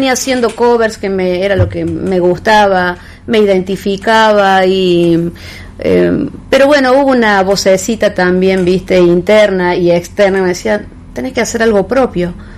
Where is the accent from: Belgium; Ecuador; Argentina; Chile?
Argentina; Unquillo, Córdoba; la ciudad donde yo vivía. Yo soy de Córdoba.